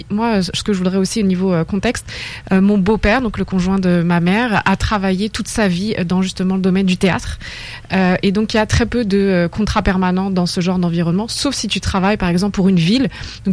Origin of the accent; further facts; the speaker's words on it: France; moved away; même si ça fait presque 10 ans que j'ai quitté la France, moi, j'ai mon opinion avec quand même ma vision de France, en tant que Française en tout cas.